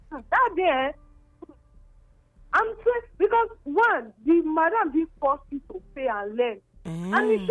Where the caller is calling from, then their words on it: Benin City, Edo, Nigeria; calling from Benin.